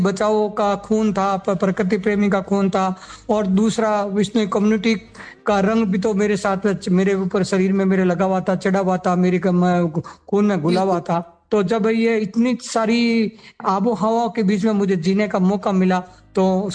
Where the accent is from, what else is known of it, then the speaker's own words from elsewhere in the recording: Ekalgori, Rajasthan, India; मैं ओशिया तहसील के गांव एकलगोरी का रहने वाला हूं